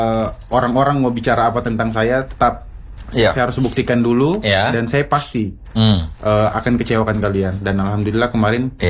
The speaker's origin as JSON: {"language": "Indonesian", "region": "Southeast Sulawesi", "country": "Indonesia", "tie": "born there", "said": "Tapi saya tidak membanggakan kampung saya dengan cara memperkenalkan ini loh, iya, budayanya Sulawesi Tenggara."}